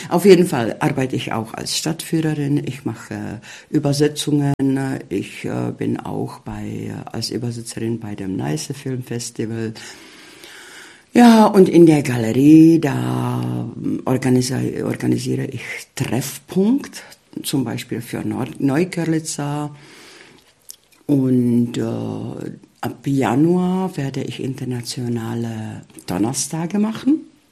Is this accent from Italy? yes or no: no; Ústí nad Labem Region, Czechia; also born or lived in Spain; now in Görlitz, Germany; Also ich fange damit an, ich komme zwar aus Tschechien, aber sozusagen ich bin eine gebürtige Oberlausitzerin, weil ich an der Quelle von Mandau geboren zur Welt gekommen bin.